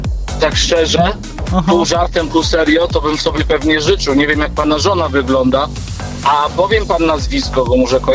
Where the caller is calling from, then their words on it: Tricity, Pomeranian Voivodeship, Poland; ja teraz mieszkam w Trójmieście